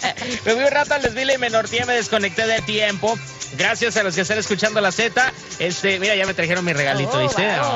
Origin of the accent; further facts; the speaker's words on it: Oaxaca, Mexico; yo soy oaxaqueño